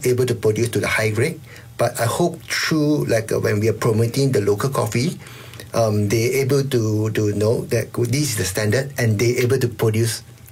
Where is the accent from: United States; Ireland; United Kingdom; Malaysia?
Malaysia